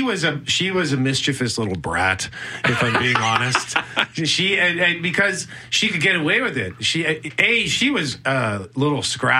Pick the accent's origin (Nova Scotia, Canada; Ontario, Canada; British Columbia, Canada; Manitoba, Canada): Manitoba, Canada; Winnipeg; Yep, born and raised in Winnipeg. Grew up in Transcona. Lived there for the first 28 years of my life.